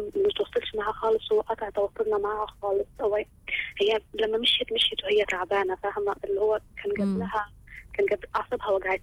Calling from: El Arish, North Sinai, Egypt; انا مصريه بس عريشيه.

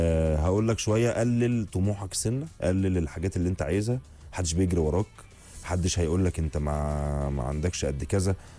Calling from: Alexandria, Alexandria Governorate, Egypt; عامل يا جو، … من الإسكندرية.

